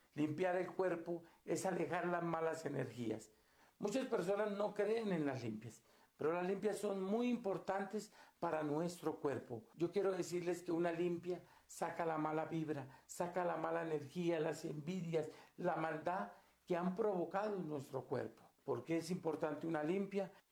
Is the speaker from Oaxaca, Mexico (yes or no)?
no; Catemaco, Veracruz, Mexico; la cultura que tenemos en nuestra tierra de Catemaco, Veracruz.